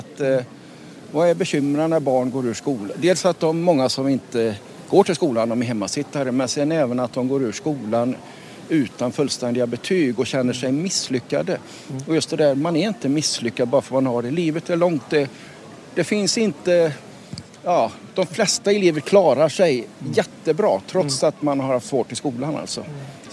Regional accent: Lidköping, Västra Götaland County, Sweden; Jag är från Lidköping

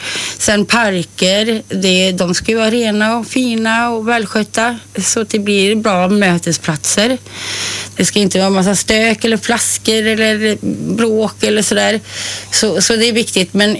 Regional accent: Trollhättan, Västra Götaland County, Sweden; jag är uppvuxen i Kronogården

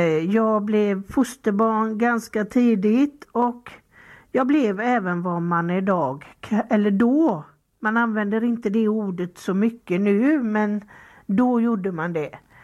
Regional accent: Lamdala, Sweden; Jag växte upp i Lamdala.

